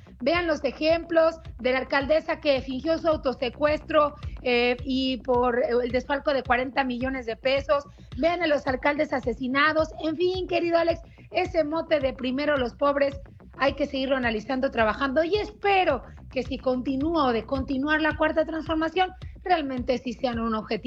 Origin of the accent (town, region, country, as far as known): Mexico